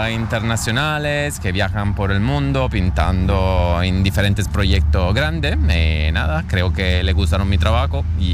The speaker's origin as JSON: {"language": "Spanish", "town": "Turin", "region": "Piedmont", "country": "Italy", "second_language": "Spanish", "moved": "yes", "said": "Soy un artista italiano de Torino, del norte de Italia."}